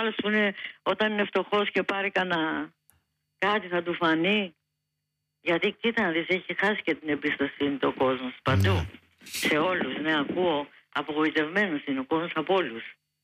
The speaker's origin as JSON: {"language": "Greek", "town": "Athens", "region": "Attica", "country": "Greece", "tie": "born there", "said": "Γεννήθηκα στο Παγκράτη"}